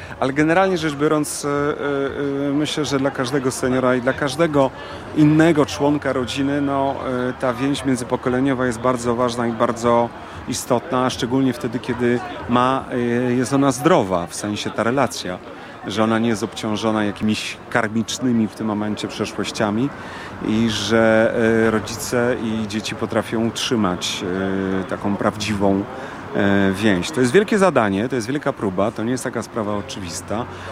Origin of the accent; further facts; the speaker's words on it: Kraków, Lesser Poland, Poland; now in Warsaw, Poland; Ja mamę chcę zabrać do Warszawy. Jestem z Krakowa.